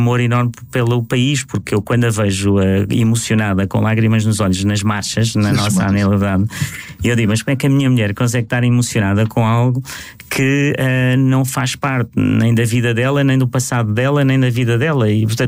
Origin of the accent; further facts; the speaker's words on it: Beja, Portugal; also born or lived in Lisbon; Sou de Beja, tenho esse lado, sou de Lisboa, sou europeu